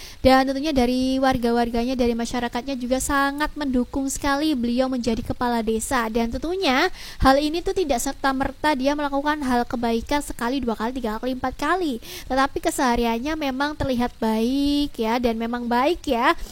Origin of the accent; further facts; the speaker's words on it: West Java, Indonesia; born there; now in Lamongan, Indonesia; Aku juga bangga jadi warga Lamongan ya. Tapi aku juga bangga juga karena dulu juga aku pernah besar di Jawa Barat.